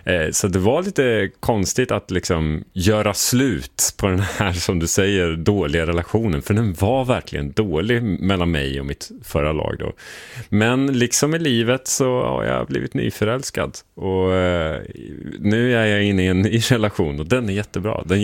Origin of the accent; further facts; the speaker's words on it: Norrköping, Östergötland, Sweden; jag växte upp i Norrköping